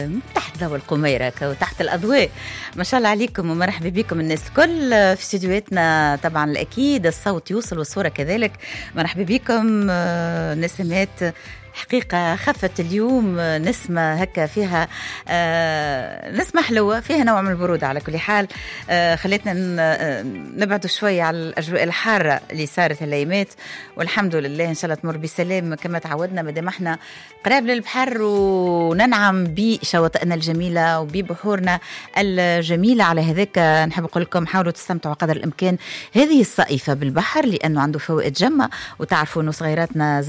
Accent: Tunisia

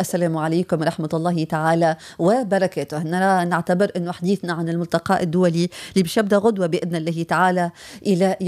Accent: Tunisia; بصفتي تونسية

